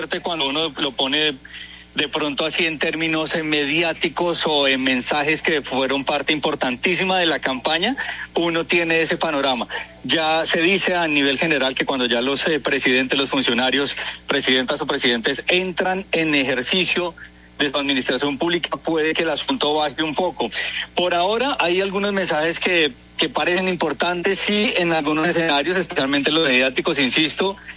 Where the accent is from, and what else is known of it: Colombia